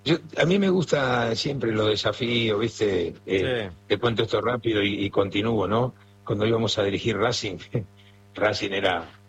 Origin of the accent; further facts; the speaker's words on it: Argentina; now in Quito, Ecuador; En Argentina, tengo a mi hermano en mi pueblo